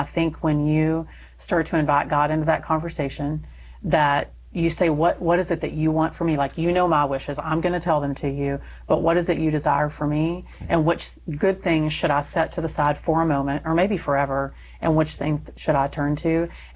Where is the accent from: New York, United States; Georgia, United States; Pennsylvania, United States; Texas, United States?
Texas, United States; So I'm Texan. So it should have a pronunciation guide in there